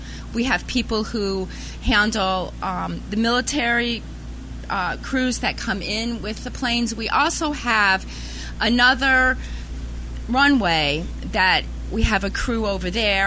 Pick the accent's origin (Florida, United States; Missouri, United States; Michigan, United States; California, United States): Florida, United States; St. Augustine; I'm from St. Augustine, Florida.